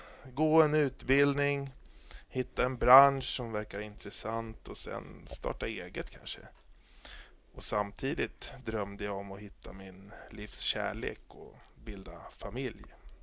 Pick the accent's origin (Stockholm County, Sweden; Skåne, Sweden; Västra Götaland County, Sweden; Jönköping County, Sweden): Stockholm County, Sweden; Vira; Smedjan låg ett stenkast från vårt hus och vi lämnade inte Vira så ofta.